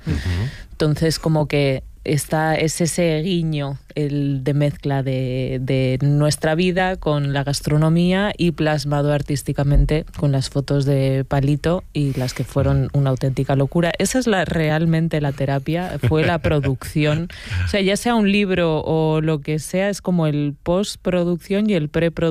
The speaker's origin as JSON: {"language": "Spanish", "region": "Extremadura", "country": "Spain", "said": "Es que yo soy muy extremeña."}